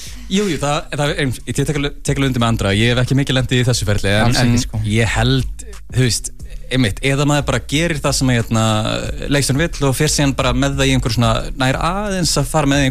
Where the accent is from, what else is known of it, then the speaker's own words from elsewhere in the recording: Northern Iceland, Iceland; Höfum það í huga, ég er að norðan.